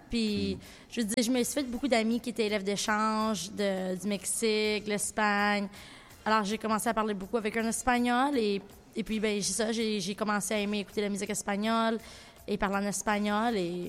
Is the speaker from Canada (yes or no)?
yes; Victoria, British Columbia, Canada; now in Vancouver, Canada; Originalement, je viens de Victoria, de l'île, de Vancouver, mais présentement, je vis à Vancouver